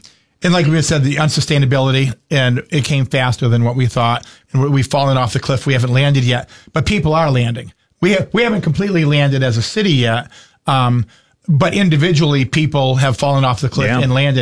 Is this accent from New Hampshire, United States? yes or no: yes; Keene, New Hampshire, United States; and I was born and raised in Keene, I go through some of the older neighborhoods, and you see once proud neighborhoods deteriorating rapidly.